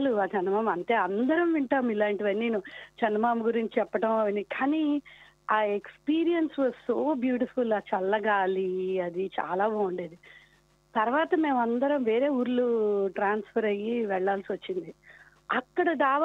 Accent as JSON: {"language": "Telugu", "town": "Vijayawada", "region": "Andhra Pradesh", "country": "India", "tie": "born or raised there", "said": "మేము కూడాను చిన్నప్పుడు విజయవాడలో చాలా పెద్ద ఫ్యామిలీ మాది కూడా అన్నమాట బాబాయిలు అత్త అందరూ ఒకటే ఇంట్లో ఉండేవాళ్ళం మూడు అంతస్తుల మేడ అది"}